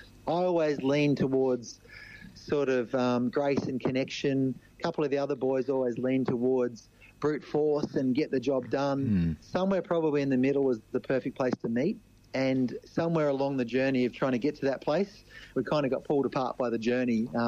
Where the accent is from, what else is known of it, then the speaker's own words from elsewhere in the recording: Preston, Victoria, Australia; I was born in Victoria in Preston